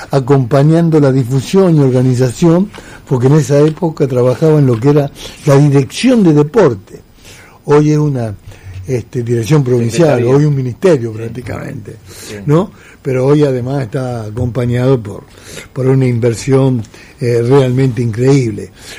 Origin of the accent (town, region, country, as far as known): Santa Fe, Argentina